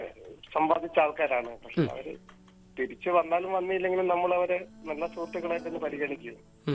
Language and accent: Malayalam; Kozhikode, Kerala, India; ഞാൻ എന്റെ സ്വദേശം കോഴിക്കോടാണ്.